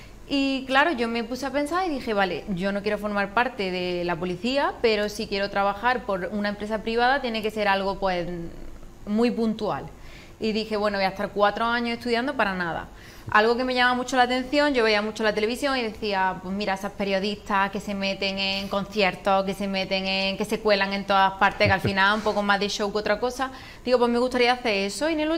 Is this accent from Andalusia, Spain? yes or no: yes; Córdoba, Andalusia, Spain; moved away as an adult; also born or lived in Málaga; 4 años en Málaga, obviamente. Yo soy de Córdoba